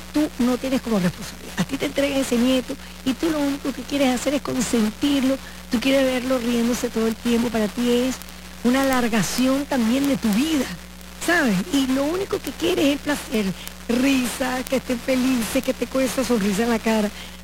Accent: Venezuela; born there; nos fascina y nos gusta Venezuela, nacimos en Venezuela y nos quedamos aquí para el resto de nuestra vida.

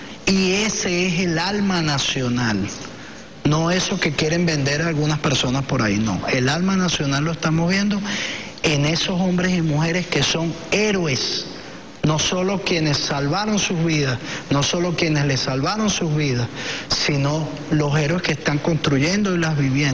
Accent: Venezuela; nos caracteriza como venezolanos

